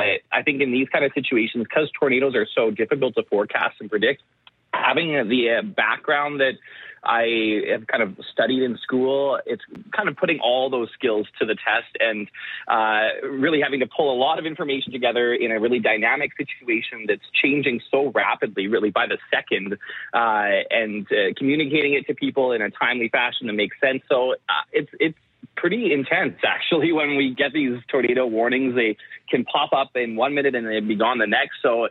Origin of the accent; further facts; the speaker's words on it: Lethbridge, Alberta, Canada; born there; also born or lived in Edmonton / Edson / Claresholm; moved to Southern Alberta to a town between Lethbridge and Calgary called Clarisholm. Lived there for about 7 years. And then when I was in grade five, we moved to Lethbridge, and that's where I grew up as well.